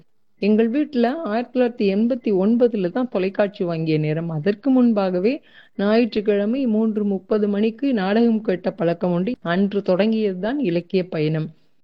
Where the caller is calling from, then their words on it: Thoothukudi, Tamil Nadu, India; தூத்துக்குடியிலிருந்து